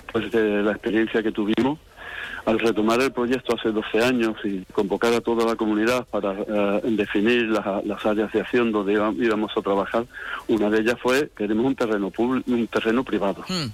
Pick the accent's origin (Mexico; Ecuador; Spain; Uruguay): Spain; Seville, Andalusia; Nosotros somos de aquí, de Sevilla.